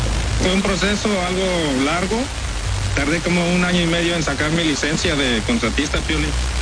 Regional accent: Puebla, Mexico; soy de Puebla, de donde somos los feos, prietos, gordos y chaparros.

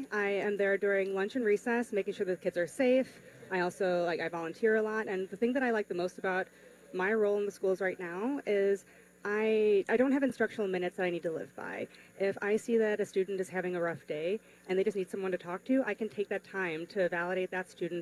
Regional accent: Bolingbrook, Illinois, United States; Not in McHenry County. I grew up in Will County. So I'm originally from Bolingbrook, Illinois.

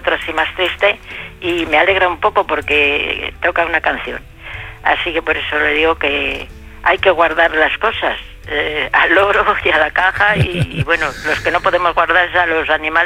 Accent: Valladolid, Castile and León, Spain; Yo soy de Valladolid.

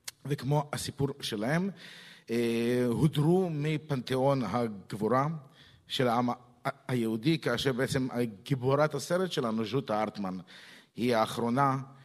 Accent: Odesa, Odesa Oblast, Ukraine; now in Israel; אני גדלתי באודסה, זאת אומרת, הנופים של חמשתם הם תבנית נוף מולדתי איפשהו.

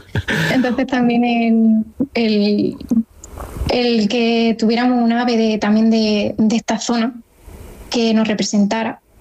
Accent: Caravaca de la Cruz, Region of Murcia, Spain

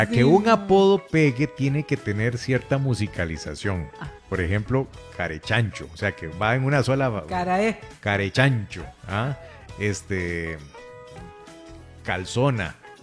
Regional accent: Grecia, Alajuela, Costa Rica; Y somos de Grecia, ¿cómo no vamos a encontrar todo ese tipo de apodos?

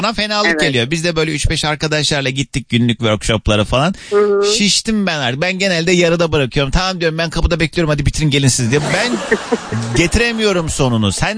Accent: Kars, Turkey; Ya yerim Anadolu, ben Karslıyım Çiğdem, yemem.

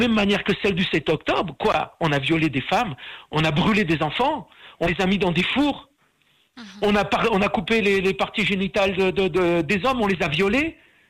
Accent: Tlemcen, Tlemcen Province, Algeria; born there; moi je suis né à Tlemcen, je fais partie de la dernière génération de jeunes juifs qui sont nés à Tlemcen.

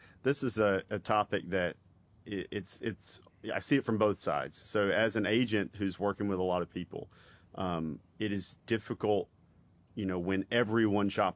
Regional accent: Mississippi, United States; I'm from Mississippi, and when we'd have these call centers, you'd hear the calls.

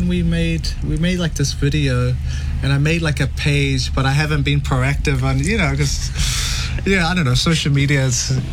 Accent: New Zealand; born there; obviously we're born here in New Zealand and we represent New Zealand, we're from New Zealand, but, you know, to also to have her Tongan culture, to have my culture, which is predominantly Fijian.

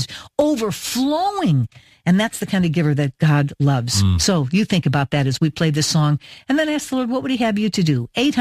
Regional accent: Evanston, Illinois, United States; born there; You are from Evanston. I was born in Evanston, sister, so I think that's cool.

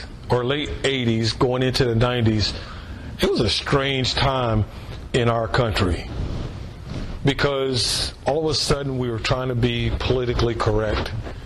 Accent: Jacksonville, Florida, United States; I was born here. I was born in Jacksonville, Florida.

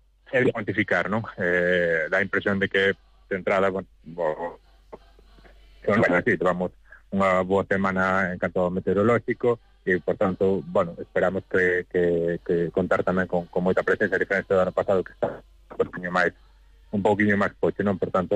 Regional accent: Rianxo, Galicia, Spain; os que somos de Rianxo, pois militamos na Guadalupe

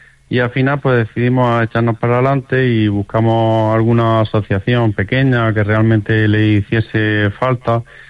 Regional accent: Baza, Andalusia, Spain; que yo como yo, que soy de Baza, Granada, nos gusta mucho nuestra comunidad

